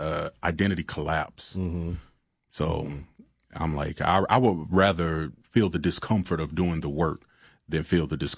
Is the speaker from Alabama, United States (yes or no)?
no; Chattanooga, Tennessee, United States; being a young black male growing up in Chattanooga, single mom.